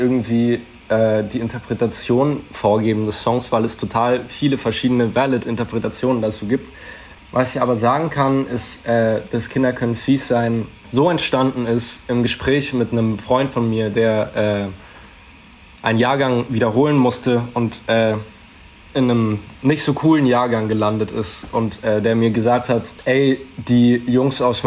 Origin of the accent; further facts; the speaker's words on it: Wittenberg, Saxony-Anhalt, Germany; Und vor allem dann merke ich das halt, wenn ich länger weg war und dann würde ich schon sagen, also ich habe Wittenberg als Heimatort.